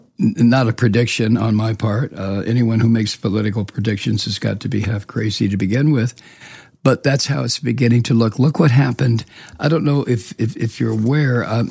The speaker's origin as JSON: {"language": "English", "country": "United States", "tie": "born or raised there", "said": "My country. This is a country in which I grew up"}